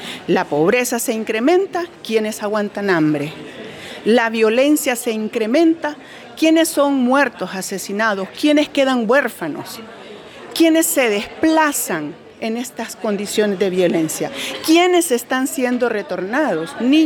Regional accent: Honduras; como hondureños y hondureñas

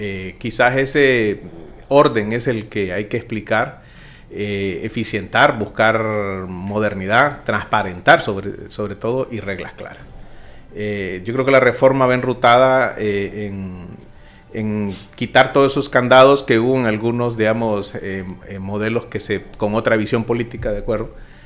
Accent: Honduras

